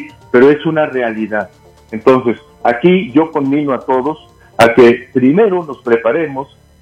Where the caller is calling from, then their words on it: Denver, Colorado, United States; Estoy aquí en Denver.